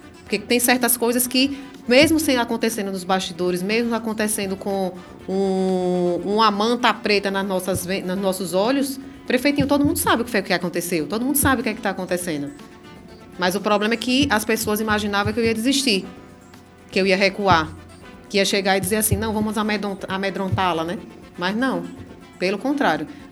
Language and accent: Portuguese; Itabaiana, Sergipe, Brazil; also born or lived in Aracaju; Sou de Aracaju, mas fui criada lá em Itabaiana, aqui pertinho.